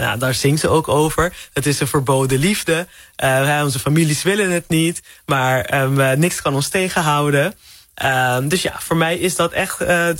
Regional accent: Curaçao; het doet me echt denken aan mijn jeugd op Curaçao

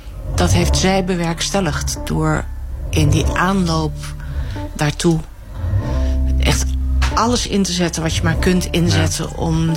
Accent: Harderwijk, Gelderland, Netherlands; Ik ben atheïstisch opgevoed in Harderwijk. Maar de God van Harderwijk regeerde daar als een gek.

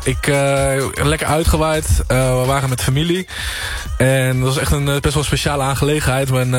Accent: North Brabant, Netherlands; Alleen wat boerenpunk voor mij voornamelijk inhoudt, is dat ik kom uit Brabant.

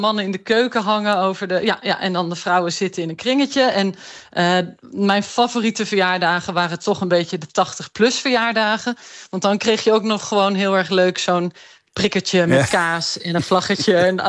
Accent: Netherlands; Want we voelen ons als Nederlanders denk ik relatief uitbundig en hip.

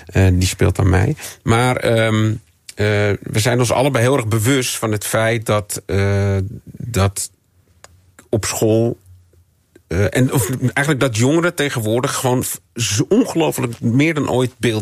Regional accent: Amsterdam, North Holland, Netherlands; born there; Toen ik als puber in Amsterdam geweigerd werd bij discotheken.

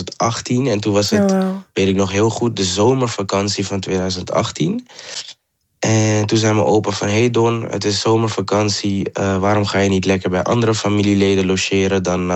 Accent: Amsterdam, North Holland, Netherlands; omdat ik oorspronkelijk van Amsterdam ben, werd ik overgeplaatst naar een crisisopvang in Amsterdam. Daar heb ik even verbleven en toen mocht ik begeleid gaan wonen

